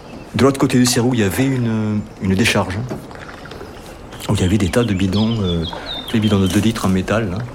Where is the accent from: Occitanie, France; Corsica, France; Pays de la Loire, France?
Occitanie, France; Carmaux; Quand j'étais gamin, j'habitais à Gourgathieu, une cité ouvrière à Carmaux, au bord du Cérou.